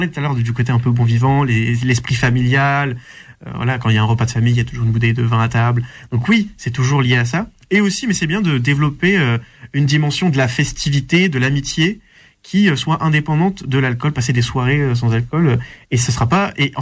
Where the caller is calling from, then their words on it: Toulouse, Occitanie, France; depuis que je suis à Toulouse